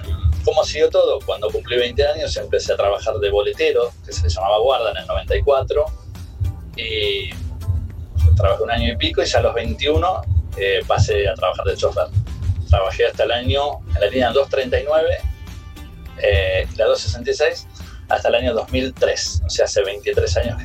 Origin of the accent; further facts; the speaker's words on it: Guernica, Buenos Aires Province, Argentina; now in Temperley, Argentina; de Temperley. Les cuento, de chiquito era fanático de los colectivos. Vivía en Guernica